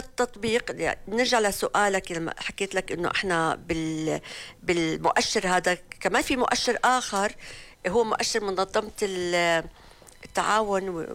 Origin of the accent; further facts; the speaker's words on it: Jordan; احنا كمجتمع أردني مش متعودين